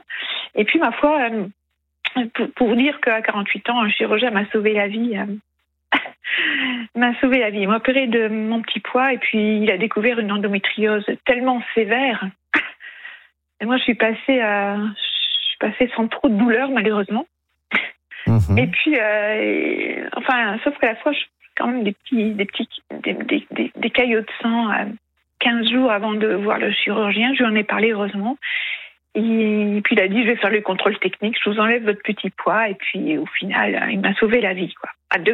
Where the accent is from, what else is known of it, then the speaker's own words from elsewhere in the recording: Hauts-de-France, France; Je suis native du Pas-de-Calais